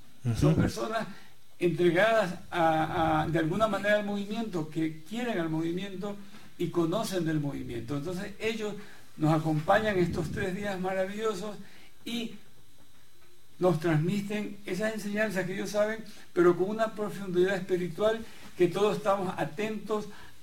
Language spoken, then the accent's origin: Spanish; Manta, Manabí, Ecuador; nos estamos preparando en la ciudad de Manta, de donde soy oriundo.